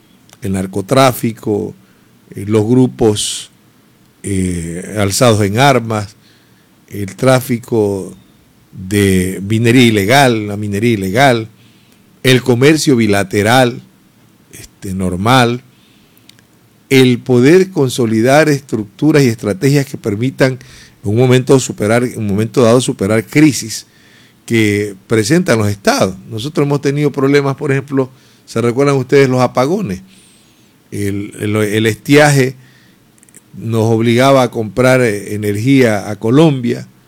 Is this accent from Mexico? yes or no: no; Ecuador; que somos los ecuatorianos